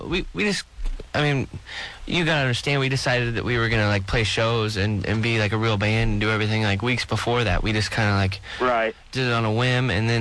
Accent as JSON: {"language": "English", "town": "Corona", "region": "California", "country": "United States", "said": "I'm not from San Diego. I'm from Corona."}